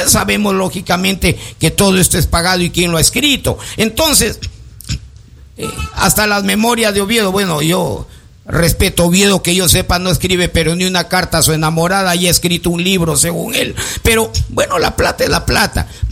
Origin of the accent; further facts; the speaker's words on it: Lambayeque, Peru; como un peruano que quiero a mi país, que quiero a mi terruño, que quiero a Lambayeque.